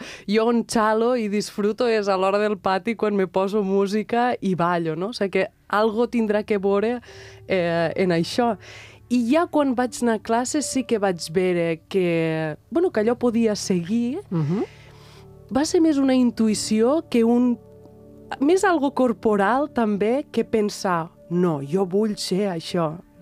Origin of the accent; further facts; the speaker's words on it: Tortosa, Catalonia, Spain; a Tortosa, després, bueno, a la meva ciutat natal